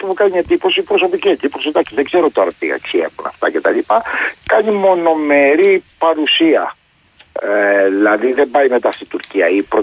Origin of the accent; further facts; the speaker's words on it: Athens, Attica, Greece; από την Αθήνα.